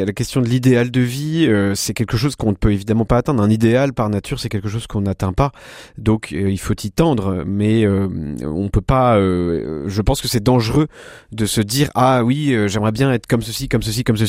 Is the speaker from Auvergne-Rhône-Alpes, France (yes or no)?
no; Versailles, Île-de-France, France; moved away as an adult; je suis originaire de Versailles, donc j'ai toujours vécu en région parisienne